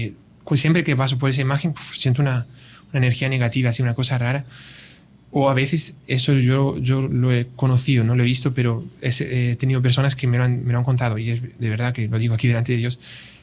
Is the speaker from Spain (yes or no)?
yes; Spain; also born or lived in Brazil; now in Salvador; en Brasil yo estuve mucho tiempo, aunque soy de España y estoy ahora en Salvador